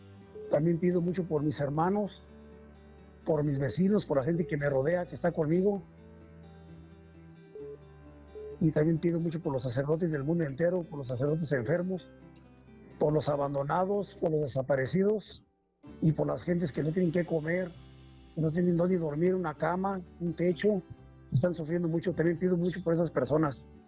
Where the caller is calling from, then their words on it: Angamacutiro, Michoacán, Mexico; Estoy llamando de aquí de Angamacutiro, Michoacán.